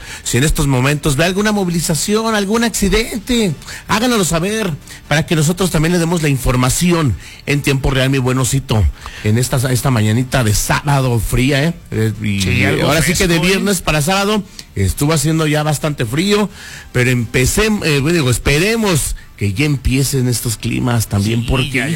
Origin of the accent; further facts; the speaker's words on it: Mexico; como buen mexicano festejamos todo, aunque nos quejemos.